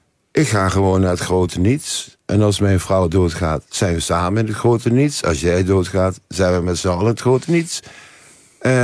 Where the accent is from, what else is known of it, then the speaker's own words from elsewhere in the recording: Nijmegen, Gelderland, Netherlands; Ik kom ook uit Nijmegen.